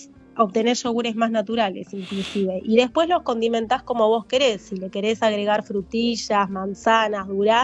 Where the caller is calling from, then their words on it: Haedo, Buenos Aires Province, Argentina; yo soy de Aedo